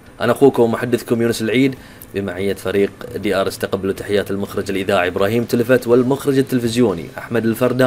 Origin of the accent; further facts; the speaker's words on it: Bahrain; بالنسبة لنا كبحرينيين